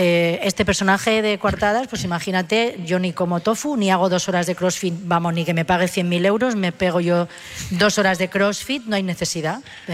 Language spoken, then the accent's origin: Spanish; Catalonia, Spain; Porque venimos dels pastissos catalans, que jo le digo